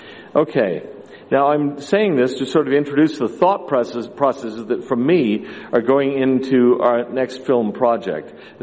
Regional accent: California, United States; born or raised there

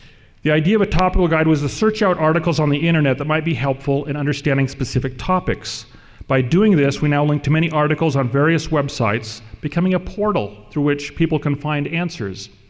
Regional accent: Redding, California, United States; I hate to tell you this, I'm from Redding, California

